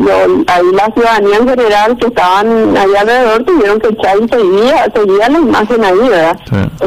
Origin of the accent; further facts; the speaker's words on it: Paraguay; Para nosotros como paraguayos